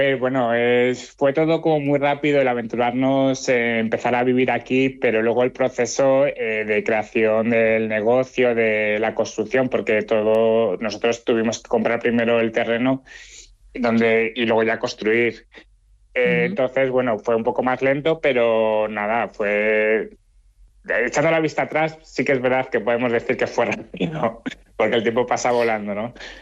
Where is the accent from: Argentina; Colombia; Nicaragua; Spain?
Spain; Que sí que es verdad que yo, como siendo español, me encanta España y adoro España